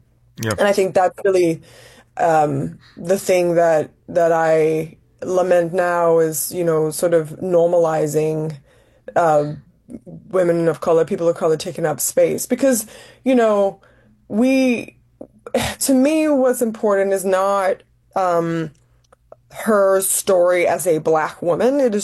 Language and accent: English; Denmark; And you know, maybe because I grew up in Europe, right? I'm Danish, Congolese, I'm not African American